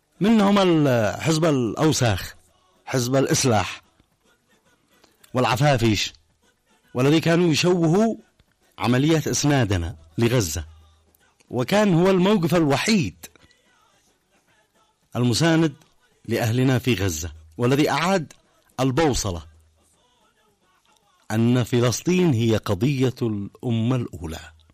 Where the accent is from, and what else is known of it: Yemen